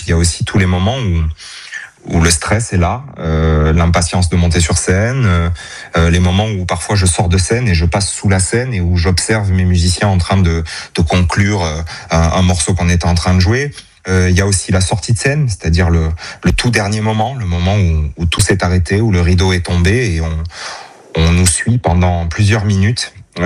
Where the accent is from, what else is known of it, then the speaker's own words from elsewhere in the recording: Occitanie, France; c'est ma région, parce que c'est là où j'ai grandi et que mon cœur est là